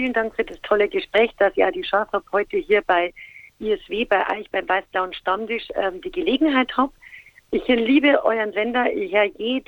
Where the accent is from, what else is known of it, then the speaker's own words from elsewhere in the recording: Bavaria, Germany; accent: Bavarian; Das ist nämlich ein bayerischer Titel in unserem Dialekt.